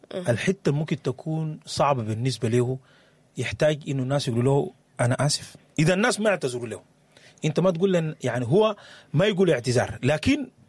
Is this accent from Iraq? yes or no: no; Sudan; البيئة اللي نشأنا فيها, يعني حتى اليوم في ثقافات كثيرة عندنا في السودان